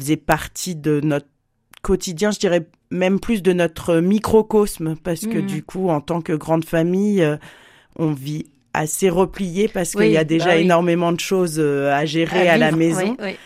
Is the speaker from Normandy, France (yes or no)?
yes; Rouen, Normandy, France; moved away as an adult; also born or lived in Paris region / Berry; now in Saint-Étienne area, France; Je suis de Rouen. Donc, je suis rouennaise quand même, mais de Rouen.